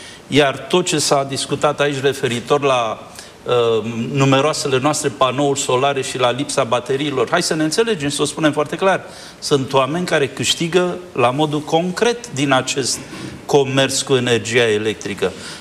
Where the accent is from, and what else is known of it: Romania